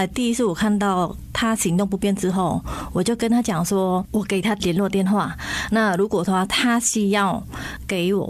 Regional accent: Cambodia; now in Taoyuan, Taiwan; 其实从我来到台湾之后，我觉得说，因为我住桃园嘛，那桃园的相关政府还蛮注重我们新住民的一些。开很多课程，那我也想说，哎，其实我们柬埔寨在台湾蛮少的

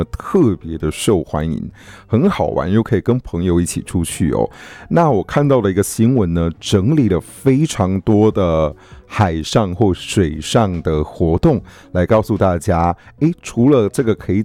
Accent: Nantou County, Taiwan; 我的家乡南投日月潭

